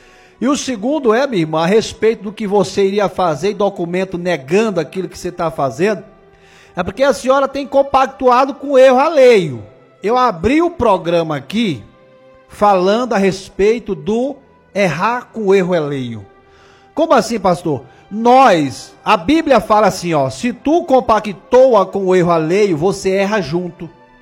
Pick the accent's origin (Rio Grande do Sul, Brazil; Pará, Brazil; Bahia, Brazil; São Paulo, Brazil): Pará, Brazil; Belém; Sou de Belém do Pará.